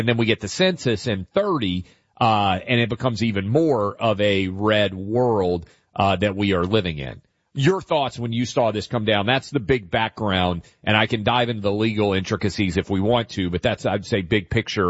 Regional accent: Tennessee, United States; my home state of Tennessee

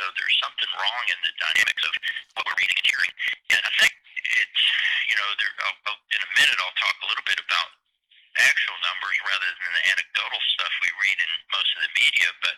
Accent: Massachusetts, United States; now in North Texas, United States; my home state of Massachusetts.

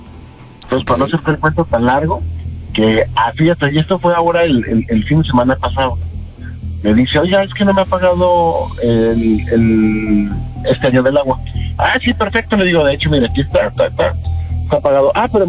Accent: Torreón, Coahuila, Mexico; Sí, de Torreón, mi rey.

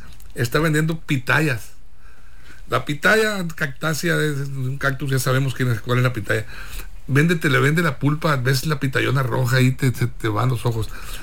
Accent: Guamúchil, Sinaloa, Mexico; moved away

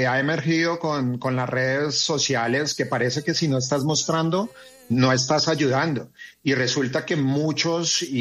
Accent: Bogotá, Colombia; now in Cali, Colombia

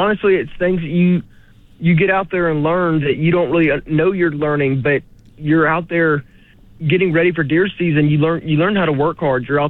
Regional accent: Montgomery, United States; I grew up in Montgomery. I've been hunting and fishing since before I can remember.

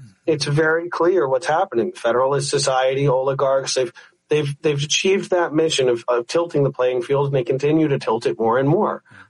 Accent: New Jersey, United States; but I'm from New Jersey, so excuse the parlance, you know.

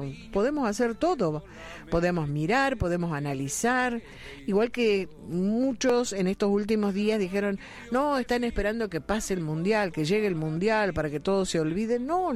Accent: Unquillo, Córdoba, Argentina; soy de Unquillo, pertenezco a los adultos mayores de Gimnasia

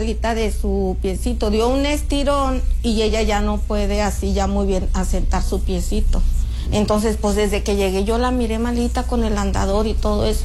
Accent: Torreón, Coahuila, Mexico; No, soy de Torreón, Coahuila.

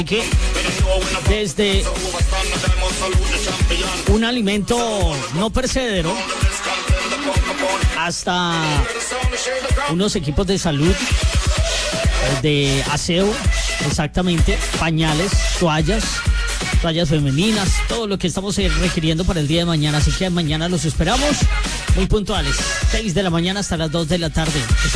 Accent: Colombia; tenemos que unirnos todos como colombianos.

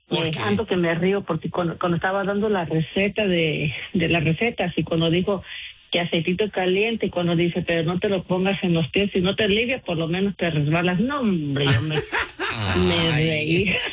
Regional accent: Guanajuato, Mexico

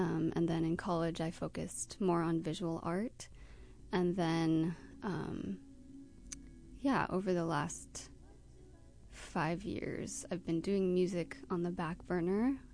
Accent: Ellensburg, Washington, United States; born there; Well, actually, I was born in Ellensburg, Washington.

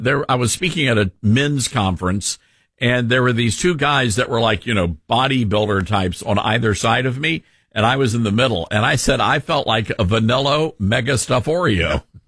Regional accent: the South, United States; moved away as an adult; being a Southerner living in Brooklyn

